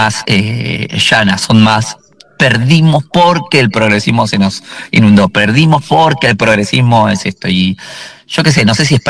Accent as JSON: {"language": "Spanish", "country": "Bolivia", "said": "yo previamente ya sabía que todo lo libertario iba a apuntarme a mí como migrante boliviano"}